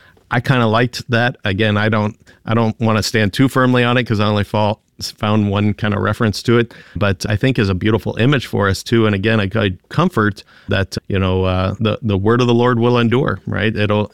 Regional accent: United States; as being an American there.

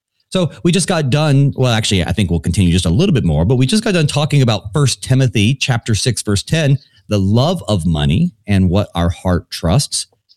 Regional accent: the South, United States; moved away; growing up in the South

